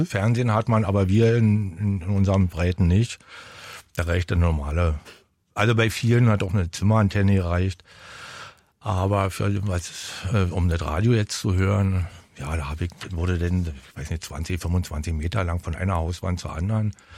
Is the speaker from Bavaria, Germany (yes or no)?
no; Hohen Neuendorf, Brandenburg, Germany; Nein, ich bin in Hohenneuendorf auch geboren.